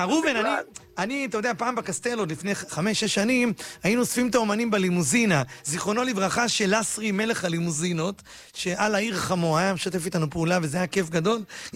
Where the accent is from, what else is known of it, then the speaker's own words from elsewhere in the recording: Bat Yam, Tel Aviv District, Israel; אני בת ים, אני גדלתי בבת ים, בבלפור, בשכונת עמידר, אמא שלי עד היום בבת ים.